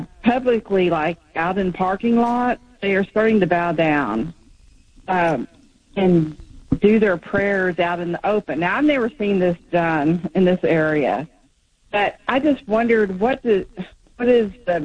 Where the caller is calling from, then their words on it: Texas, United States; I'm in the Dallas-Fort Worth area of Texas